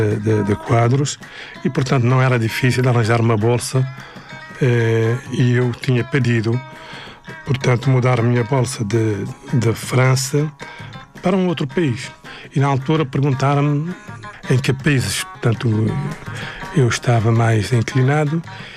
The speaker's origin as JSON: {"language": "Portuguese", "region": "Nouakchott", "country": "Mauritania", "said": "O choque foi grande, porque Paris era muito diferente do sítio onde eu vinha. Embora eu vinha de uma cidade, de Nouakchott, né? Mas estava em Nouakchott na altura."}